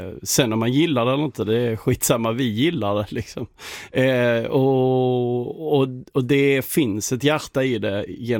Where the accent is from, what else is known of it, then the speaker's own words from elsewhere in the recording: Skåne, Sweden; accent: Scanian (skånska); Och det var som vi sa, att det är vår svenska dialekt, skånskan då, är ju rock'n'roll språket liksom.